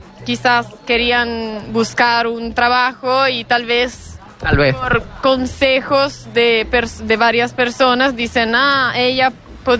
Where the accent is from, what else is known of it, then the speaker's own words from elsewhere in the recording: Treviso, Veneto, Italy; Treviso, en la provincia de Venecia.